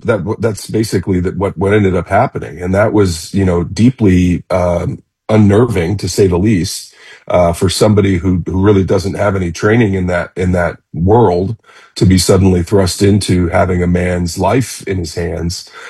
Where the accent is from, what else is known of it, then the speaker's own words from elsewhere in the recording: St. Louis, Missouri, United States; You know, again, like I said, I grew up in St. Louis in the 70s. We had KMOX radio for the news. We all listened to KSHE-95 for rock and roll.